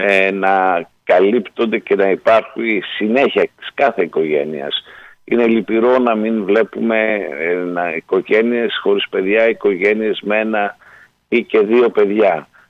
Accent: Greece; σαν Έλληνες

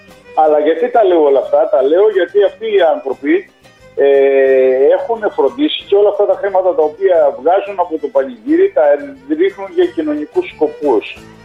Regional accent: Greece; είναι το χωριό μου, το Μονοκάμπης

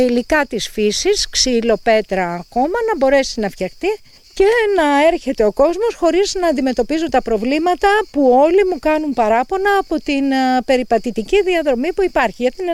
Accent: Palaiochori, North Aegean, Greece; Είμαστε το τελευταίο χωριό του Δήμου, είμαστε η Άκρη, αλλά είμαστε ένα χωριό με ζωή, ένα παραδοσιακό χωριό.

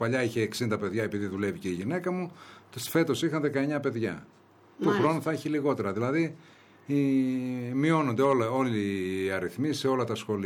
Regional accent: Greece; Εγώ γεννήθηκα εκεί, μεγάλωσα εκεί, έκατσα 16 χρόνια δήμαρχος.

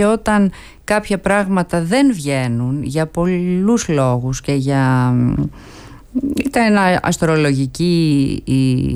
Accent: Platanos, Thessaly, Greece; στο χωριό μου τον Πλάτανο Τρικάλων

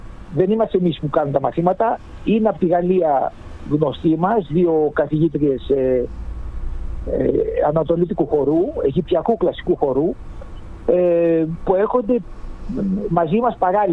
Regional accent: Greece; moved away as an adult; now in Paris, France; Αφού είμαστε Έλληνες και κάνουμε και ελληνική μουσική

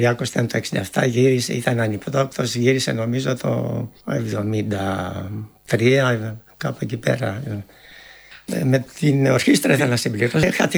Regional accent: Lefkada, Ionian Islands, Greece; moved away; also born or lived in Paris, France / Athens, Greece; Τα παιδικά μου χρόνια στη Λευκάδα και το Παρίσι. Η Αθήνα δεν μου στέριωσε ποτέ. Αυτά τα χρόνια όμως τα θυμάμαι πολύ αγάπη. Και τα παιδικά μου και του Παρισιού τα 5 χρόνια.

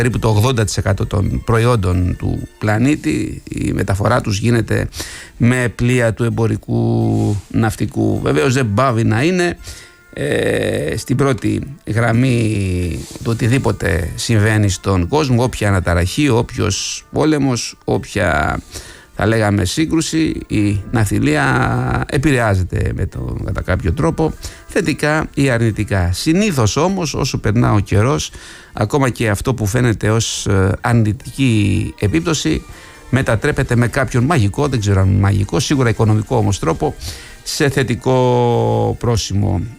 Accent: Greece; Πρέπει να είμαστε περήφανοι που είμαστε Έλληνες, και βεβαίως και εμείς εδώ οι Ελλαδίτες είμαστε περήφανοι για την διασπορά μας.

